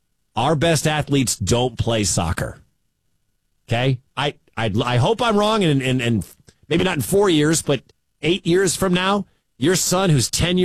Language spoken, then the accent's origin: English; Detroit, Michigan, United States; Shout out to my hometown, Detroit.